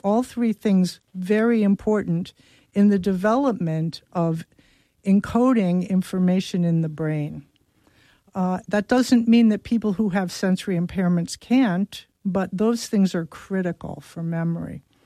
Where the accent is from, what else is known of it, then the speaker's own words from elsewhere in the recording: Brooklyn, New York, United States; Largely influenced by my Italian grandmother, who I spent every Sunday with growing up in Brooklyn.